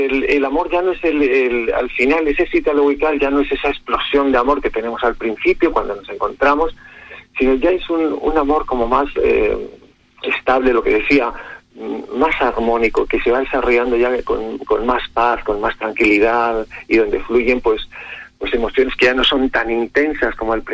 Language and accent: Spanish; Fontiveros, Castile and León, Spain; also born or lived in Medina del Campo; now in Arévalo, Spain; yo vengo de Fontiveros, estoy en Arévalo ahora